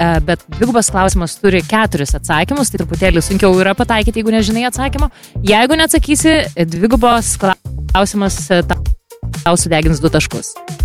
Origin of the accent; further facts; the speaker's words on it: Pasvalys, Panevėžys County, Lithuania; born there; bet gimiau Pasvalyje.